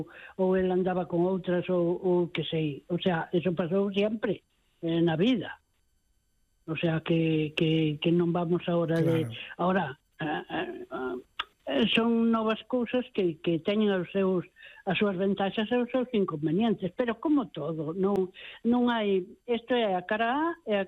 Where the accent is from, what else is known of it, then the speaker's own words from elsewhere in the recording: Lugo, Galicia, Spain; digo, pues eu son de Lugo